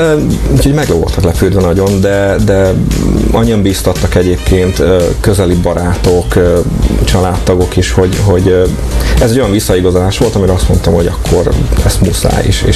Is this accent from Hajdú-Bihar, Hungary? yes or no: yes; Mikepércs, Hajdú-Bihar, Hungary; also born or lived in Debrecen; Én Debrecenben születtem, és egy éves koromban költöztünk ki Mikepécsre, és azóta is ott élek, ennek már most már 35-6 éve.